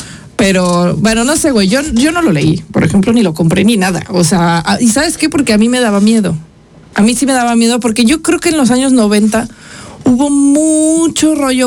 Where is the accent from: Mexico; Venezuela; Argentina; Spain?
Mexico; como muchas de las cosas que hacemos los mexicanos.